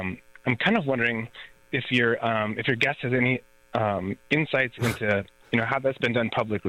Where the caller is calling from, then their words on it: Madison, Wisconsin, United States; I live in Madison right now.